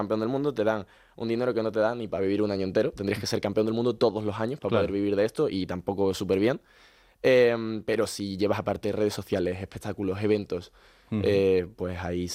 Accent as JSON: {"language": "Spanish", "town": "Seville", "region": "Andalusia", "country": "Spain", "lives_now": "Madrid, Spain"}